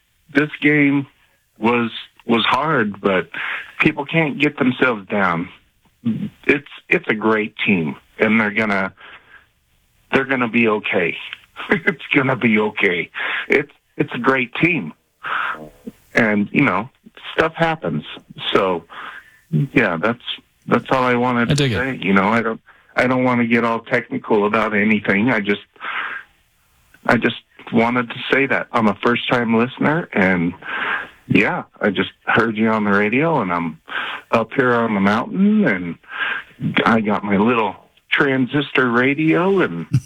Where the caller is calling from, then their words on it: Monte Vista, Colorado, United States; I'm calling from Monta Vista, Colorado. I'm nice. Living up on top of the mountain, off the grid. I'm cattle ranching.